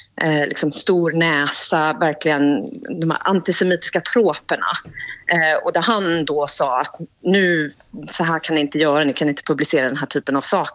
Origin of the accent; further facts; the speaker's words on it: Sweden; now in London, United Kingdom; jag får inte rösta till parlamentet som svensk medborgare.